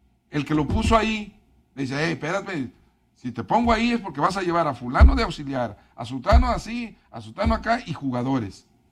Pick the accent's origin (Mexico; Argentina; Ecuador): Mexico